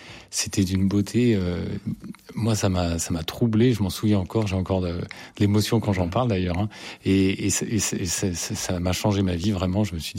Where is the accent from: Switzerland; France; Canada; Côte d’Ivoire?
France; Paris, Île-de-France; born there